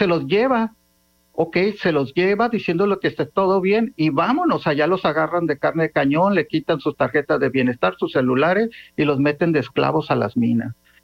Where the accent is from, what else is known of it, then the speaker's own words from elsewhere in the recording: Mazatlán, Sinaloa, Mexico; soy de Mazatlán, vine aquí, me encontré con este problema y ayudé, ya llevo 6 años